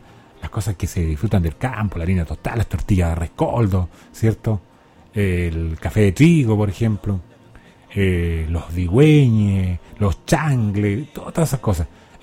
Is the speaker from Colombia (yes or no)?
no; Chile; nos identificamos como chilenos mismos